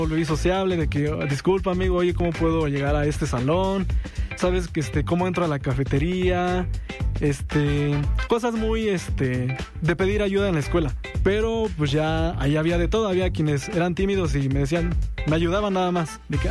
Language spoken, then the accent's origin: Spanish; Oaxaca, Mexico; first language Spanish; yo soy de Oaxaca y siempre voy a hablar de mi estado